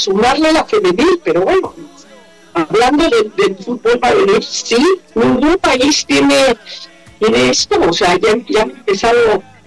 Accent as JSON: {"language": "Spanish", "country": "Mexico", "said": "meter el ingrediente de México iba a aprender como somos los mexicanos."}